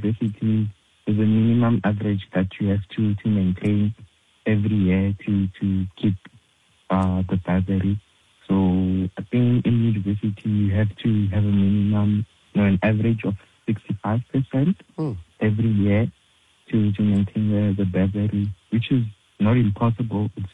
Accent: Pretoria, Gauteng, South Africa; moved away as an adult; now in Johannesburg, South Africa; I'm from Pretoria originally, but I go to school at Wits. That's where I'm currently based.

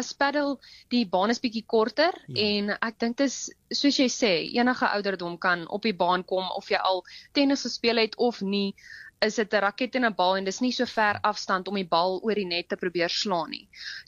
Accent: Bloemfontein, Free State, South Africa; also born or lived in United States; ek is van Bloemfontein af

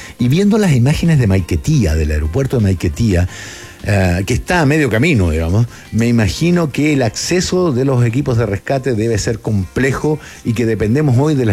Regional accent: Chile; siendo chileno uno tiene cierta experiencia en esto

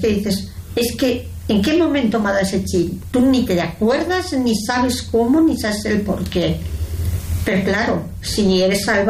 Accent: Andorra, Aragon, Spain; De hecho, la gente vivo aquí, pero soy de Andorra, Teruel, y de vez en cuando pues voy a ver a mi madre, a mi familia.

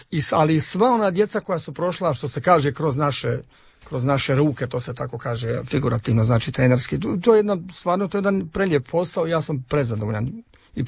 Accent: Zenica, Federation of Bosnia and Herzegovina, Bosnia & Herzegovina; Ja sam inače rodom iz Zenice, iz Bosne i Hercegovine.

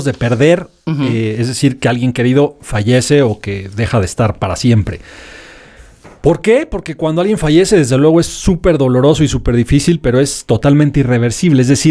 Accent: Mexico City, Mexico; Para los que somos oriundos de la Ciudad de México, ya crecimos, nacimos y vivimos en esto año con año, claro.

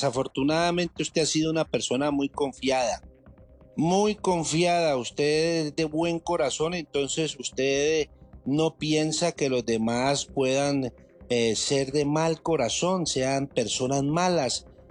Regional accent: Mexico; now in United States; un tehuacán de los que llamamos en México, un agua mineral

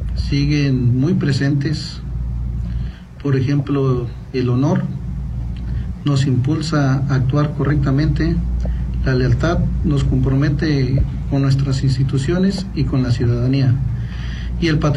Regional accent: Mexico; nuestro sentido de unidad y pertenencia como mexicanos.

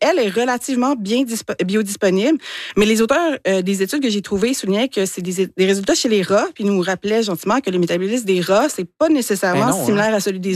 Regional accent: Quebec, Canada; Tu sais, moi, je suis gaspésienne, fait que là, j'ai un gros biais par rapport aux algues.

